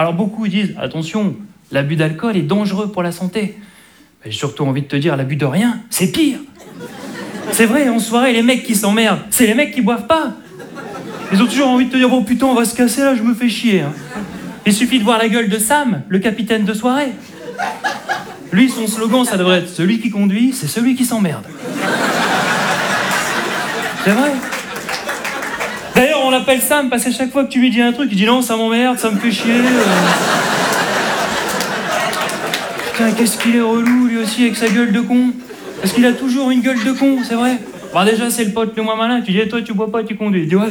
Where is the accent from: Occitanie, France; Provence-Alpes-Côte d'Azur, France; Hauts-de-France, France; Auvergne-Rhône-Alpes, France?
Hauts-de-France, France; Bonsoir à tous, je me présente … je suis un ch'ti.